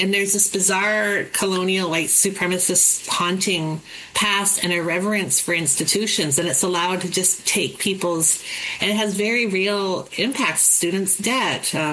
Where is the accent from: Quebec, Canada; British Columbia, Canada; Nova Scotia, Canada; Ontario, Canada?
British Columbia, Canada; Kamloops; born or raised there